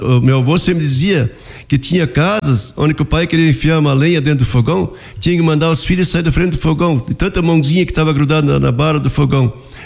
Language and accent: Portuguese; Itapiranga, Santa Catarina, Brazil; now in Iporã do Oeste, Brazil; eu sou filho de agricultores, nasci no interior de Santo Antônio, Itapiranga, onde me criei.